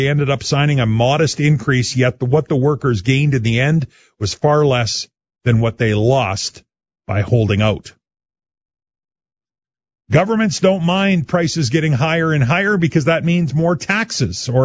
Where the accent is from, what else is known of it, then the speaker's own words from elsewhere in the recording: Canada; As a Canadian and the owner of a dachshund.